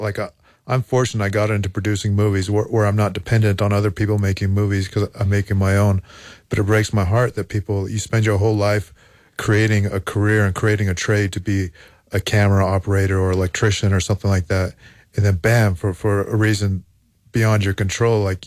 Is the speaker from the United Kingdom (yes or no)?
no; Albuquerque, New Mexico, United States; I think I'd be able to hold strong because I'm from Albuquerque. I love Albuquerque.